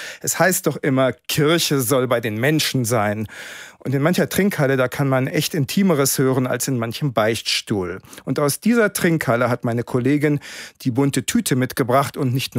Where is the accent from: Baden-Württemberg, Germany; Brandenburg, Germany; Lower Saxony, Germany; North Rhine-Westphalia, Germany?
Lower Saxony, Germany; Hanover; Ich bin aus Hannover.